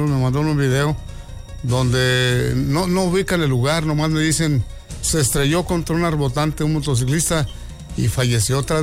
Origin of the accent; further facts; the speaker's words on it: Mexico; No es que deje de ser mexicano por no creer en la selección.